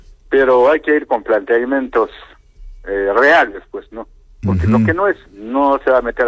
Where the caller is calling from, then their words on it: Yunguyo, Puno, Peru; todo lo que es peruano, de mi tierra, Puno, Yunguyo.